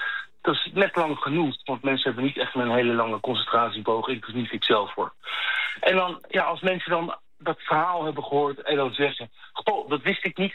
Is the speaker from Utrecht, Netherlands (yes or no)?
no; The Hague, South Holland, Netherlands; now in Voorburg, Netherlands; Ik ben opgegroeid in Den Haag en ik woon in Voorburg.